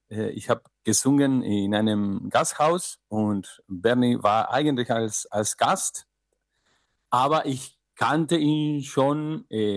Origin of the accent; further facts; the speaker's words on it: Argentina; now in Vienna, Austria; Buenos dias … Auch in Wien, aber ich komme aus Argentinien.